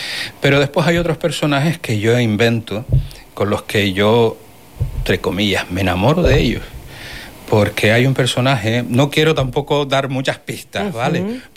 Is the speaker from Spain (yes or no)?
yes; Canary Islands, Spain; yo que soy canario